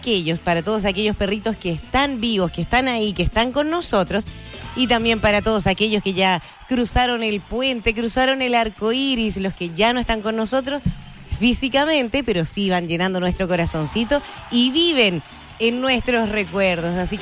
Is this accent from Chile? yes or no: yes; Chile